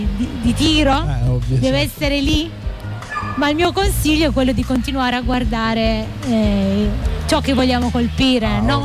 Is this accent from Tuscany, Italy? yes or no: no; Turin, Piedmont, Italy; now in Perugia, Italy; perché in realtà io sono di Torino, però adesso è un anno che sono qui in Umbria.